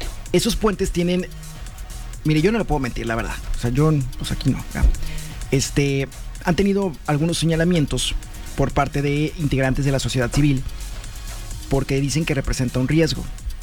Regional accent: Mexico; como mexicanos solamente nos duele cuando es tema económico

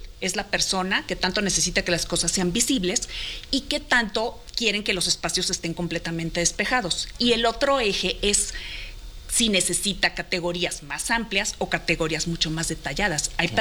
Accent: Sonora, Mexico; La norteña, a final de cuentas norteña, soy de Sonora.

